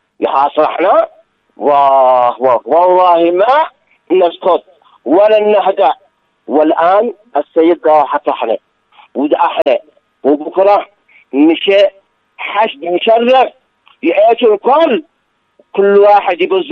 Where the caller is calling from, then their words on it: Yemen; احنا يمنيين اصلا وقال احنا كرامة واحنا يمنيون